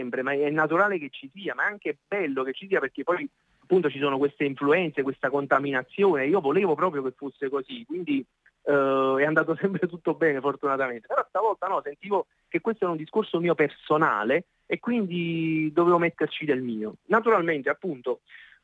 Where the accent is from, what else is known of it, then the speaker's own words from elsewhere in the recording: Naples, Campania, Italy; essendo napoletano o meno